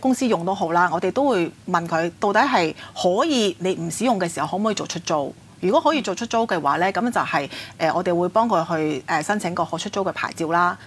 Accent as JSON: {"language": "Cantonese", "country": "Hong Kong", "said": "我哋香港人始終都是講商業行先的"}